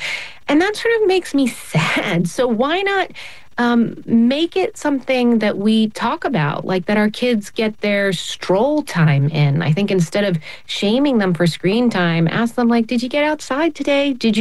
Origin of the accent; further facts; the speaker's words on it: United States; growing up in the United States, we're so focused on organized sports, and I was never a particularly athletic kid.